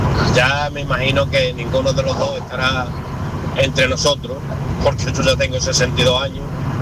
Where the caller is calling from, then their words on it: Málaga, Andalusia, Spain; Vivo en Málaga